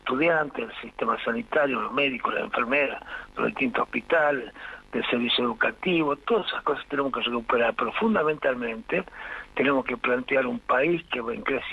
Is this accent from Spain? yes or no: no; La Rioja, Argentina; mi pueblo durante mucho tiempo, como representante del Congreso de la Nación, del pueblo riojano